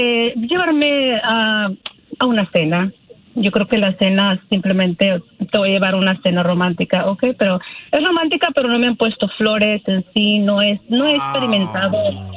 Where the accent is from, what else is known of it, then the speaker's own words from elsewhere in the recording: Jalisco, Mexico; Me gustan mucho de Jalisco, porque yo soy de Jalisco.